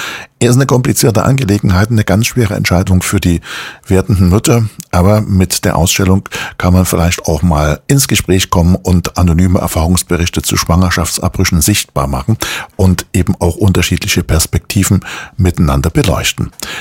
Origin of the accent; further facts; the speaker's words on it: Chemnitz, Saxony, Germany; auch in Chemnitz, meiner Heimatstadt.